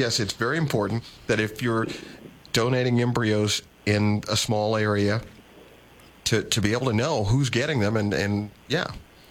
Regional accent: Louisville, Kentucky, United States; also born or lived in Goldsboro, North Carolina; we were living there. And I was going to school there at the time. Now, I was born and raised in Louisville, but at a point in my life, we lived in Goldsboro. And Goldsboro, North Carolina, at this time, was very small.

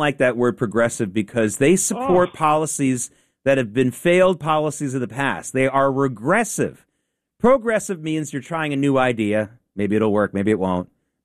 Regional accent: the South, United States; I grew up in the South

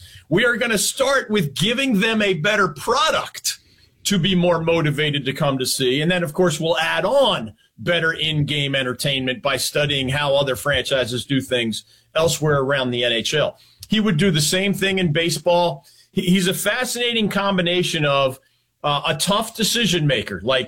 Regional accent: Philadelphia, Pennsylvania, United States; And you know that I … growing up in Philadelphia, playing hockey, watching hockey, et cetera.

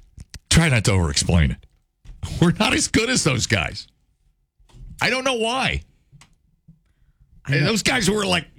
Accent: United States; I'm an American, for God's sake.

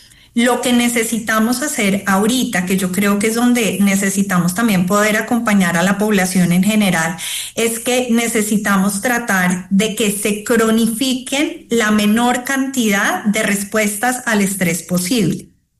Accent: Cali, Valle del Cauca, Colombia; Por ejemplo, he escuchado en Cali, yo soy de Cali y de verdad, de corazón, la caída de colegios, los entornos, las empresas que no están funcionando.

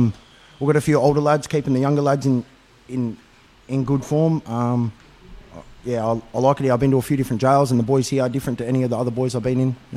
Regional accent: Echuca, Victoria, Australia; I'm from Echuca.

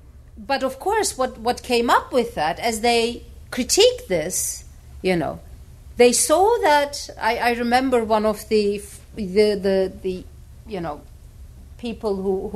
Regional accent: Tunceli Province, Turkey; if I'm, let's say, from Dersim, and I am from Dersim, you know, they would be mostly educated

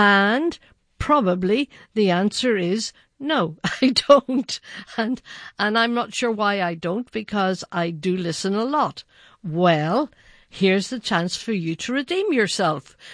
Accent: Ireland; as I am Irish

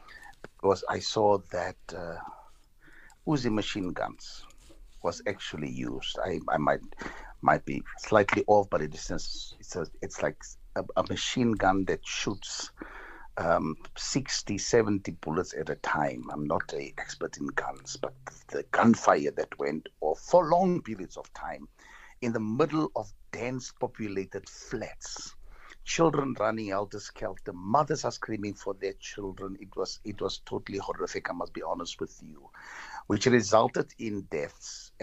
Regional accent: Johannesburg, Gauteng, South Africa; I've been growing up in Westbury. I am 64 years old.

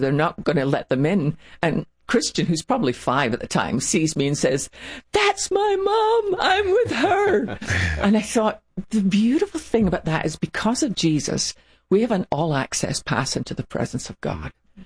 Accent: Scotland, United Kingdom; because we're Scottish. We just get on with life.

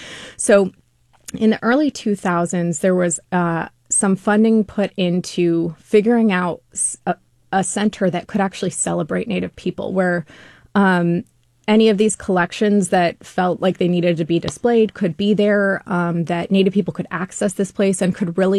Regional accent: Los Angeles, California, United States; growing up in California, I grew up in the Los Angeles area. We didn't really learn about California tribes growing up.

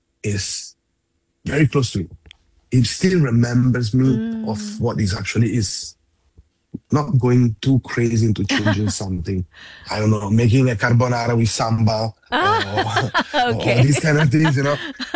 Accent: Genoa, Liguria, Italy; now in Singapore; In my hometown is Genova.

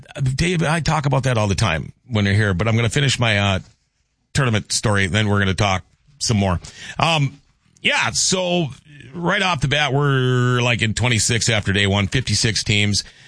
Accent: Minnesota, United States; I got to talk about Omar. I'm a Minnesotan.

